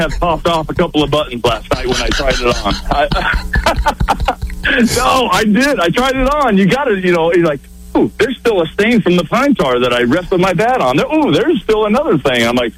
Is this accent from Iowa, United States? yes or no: yes; Iowa, United States; I grew up in Iowa, so it was freezing cold all the time.